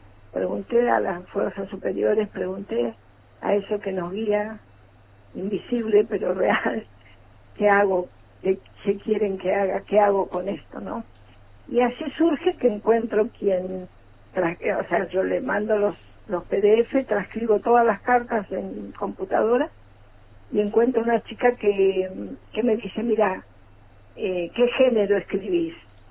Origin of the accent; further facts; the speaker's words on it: Buenos Aires, Argentina; yo vengo de Buenos Aires, así que espero poder desarrollarlo un poquito